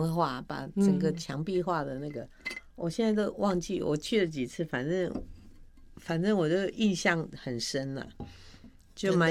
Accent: Miaoli County, Taiwan; 然后我是苗栗的

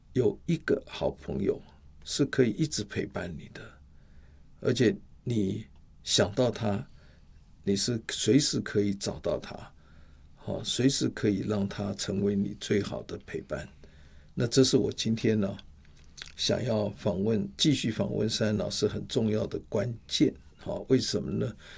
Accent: Taiwan; 我们台湾人最会想到那个

